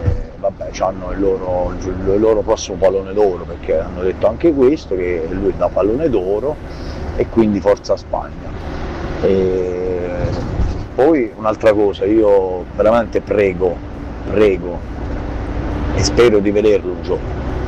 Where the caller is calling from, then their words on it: Cupello, Abruzzo, Italy; da Cupello.